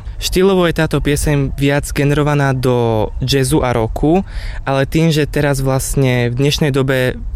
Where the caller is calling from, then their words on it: Brezno, Banská Bystrica Region, Slovakia; som z Brezna, mám 17 rokov.